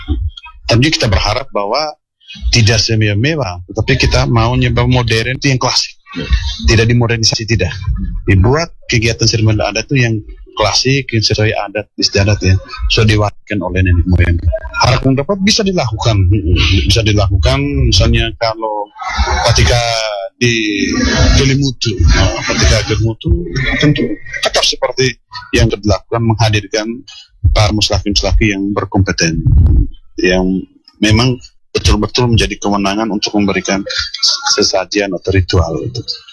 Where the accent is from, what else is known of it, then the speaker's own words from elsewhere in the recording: East Nusa Tenggara, Indonesia; kita orang Endelio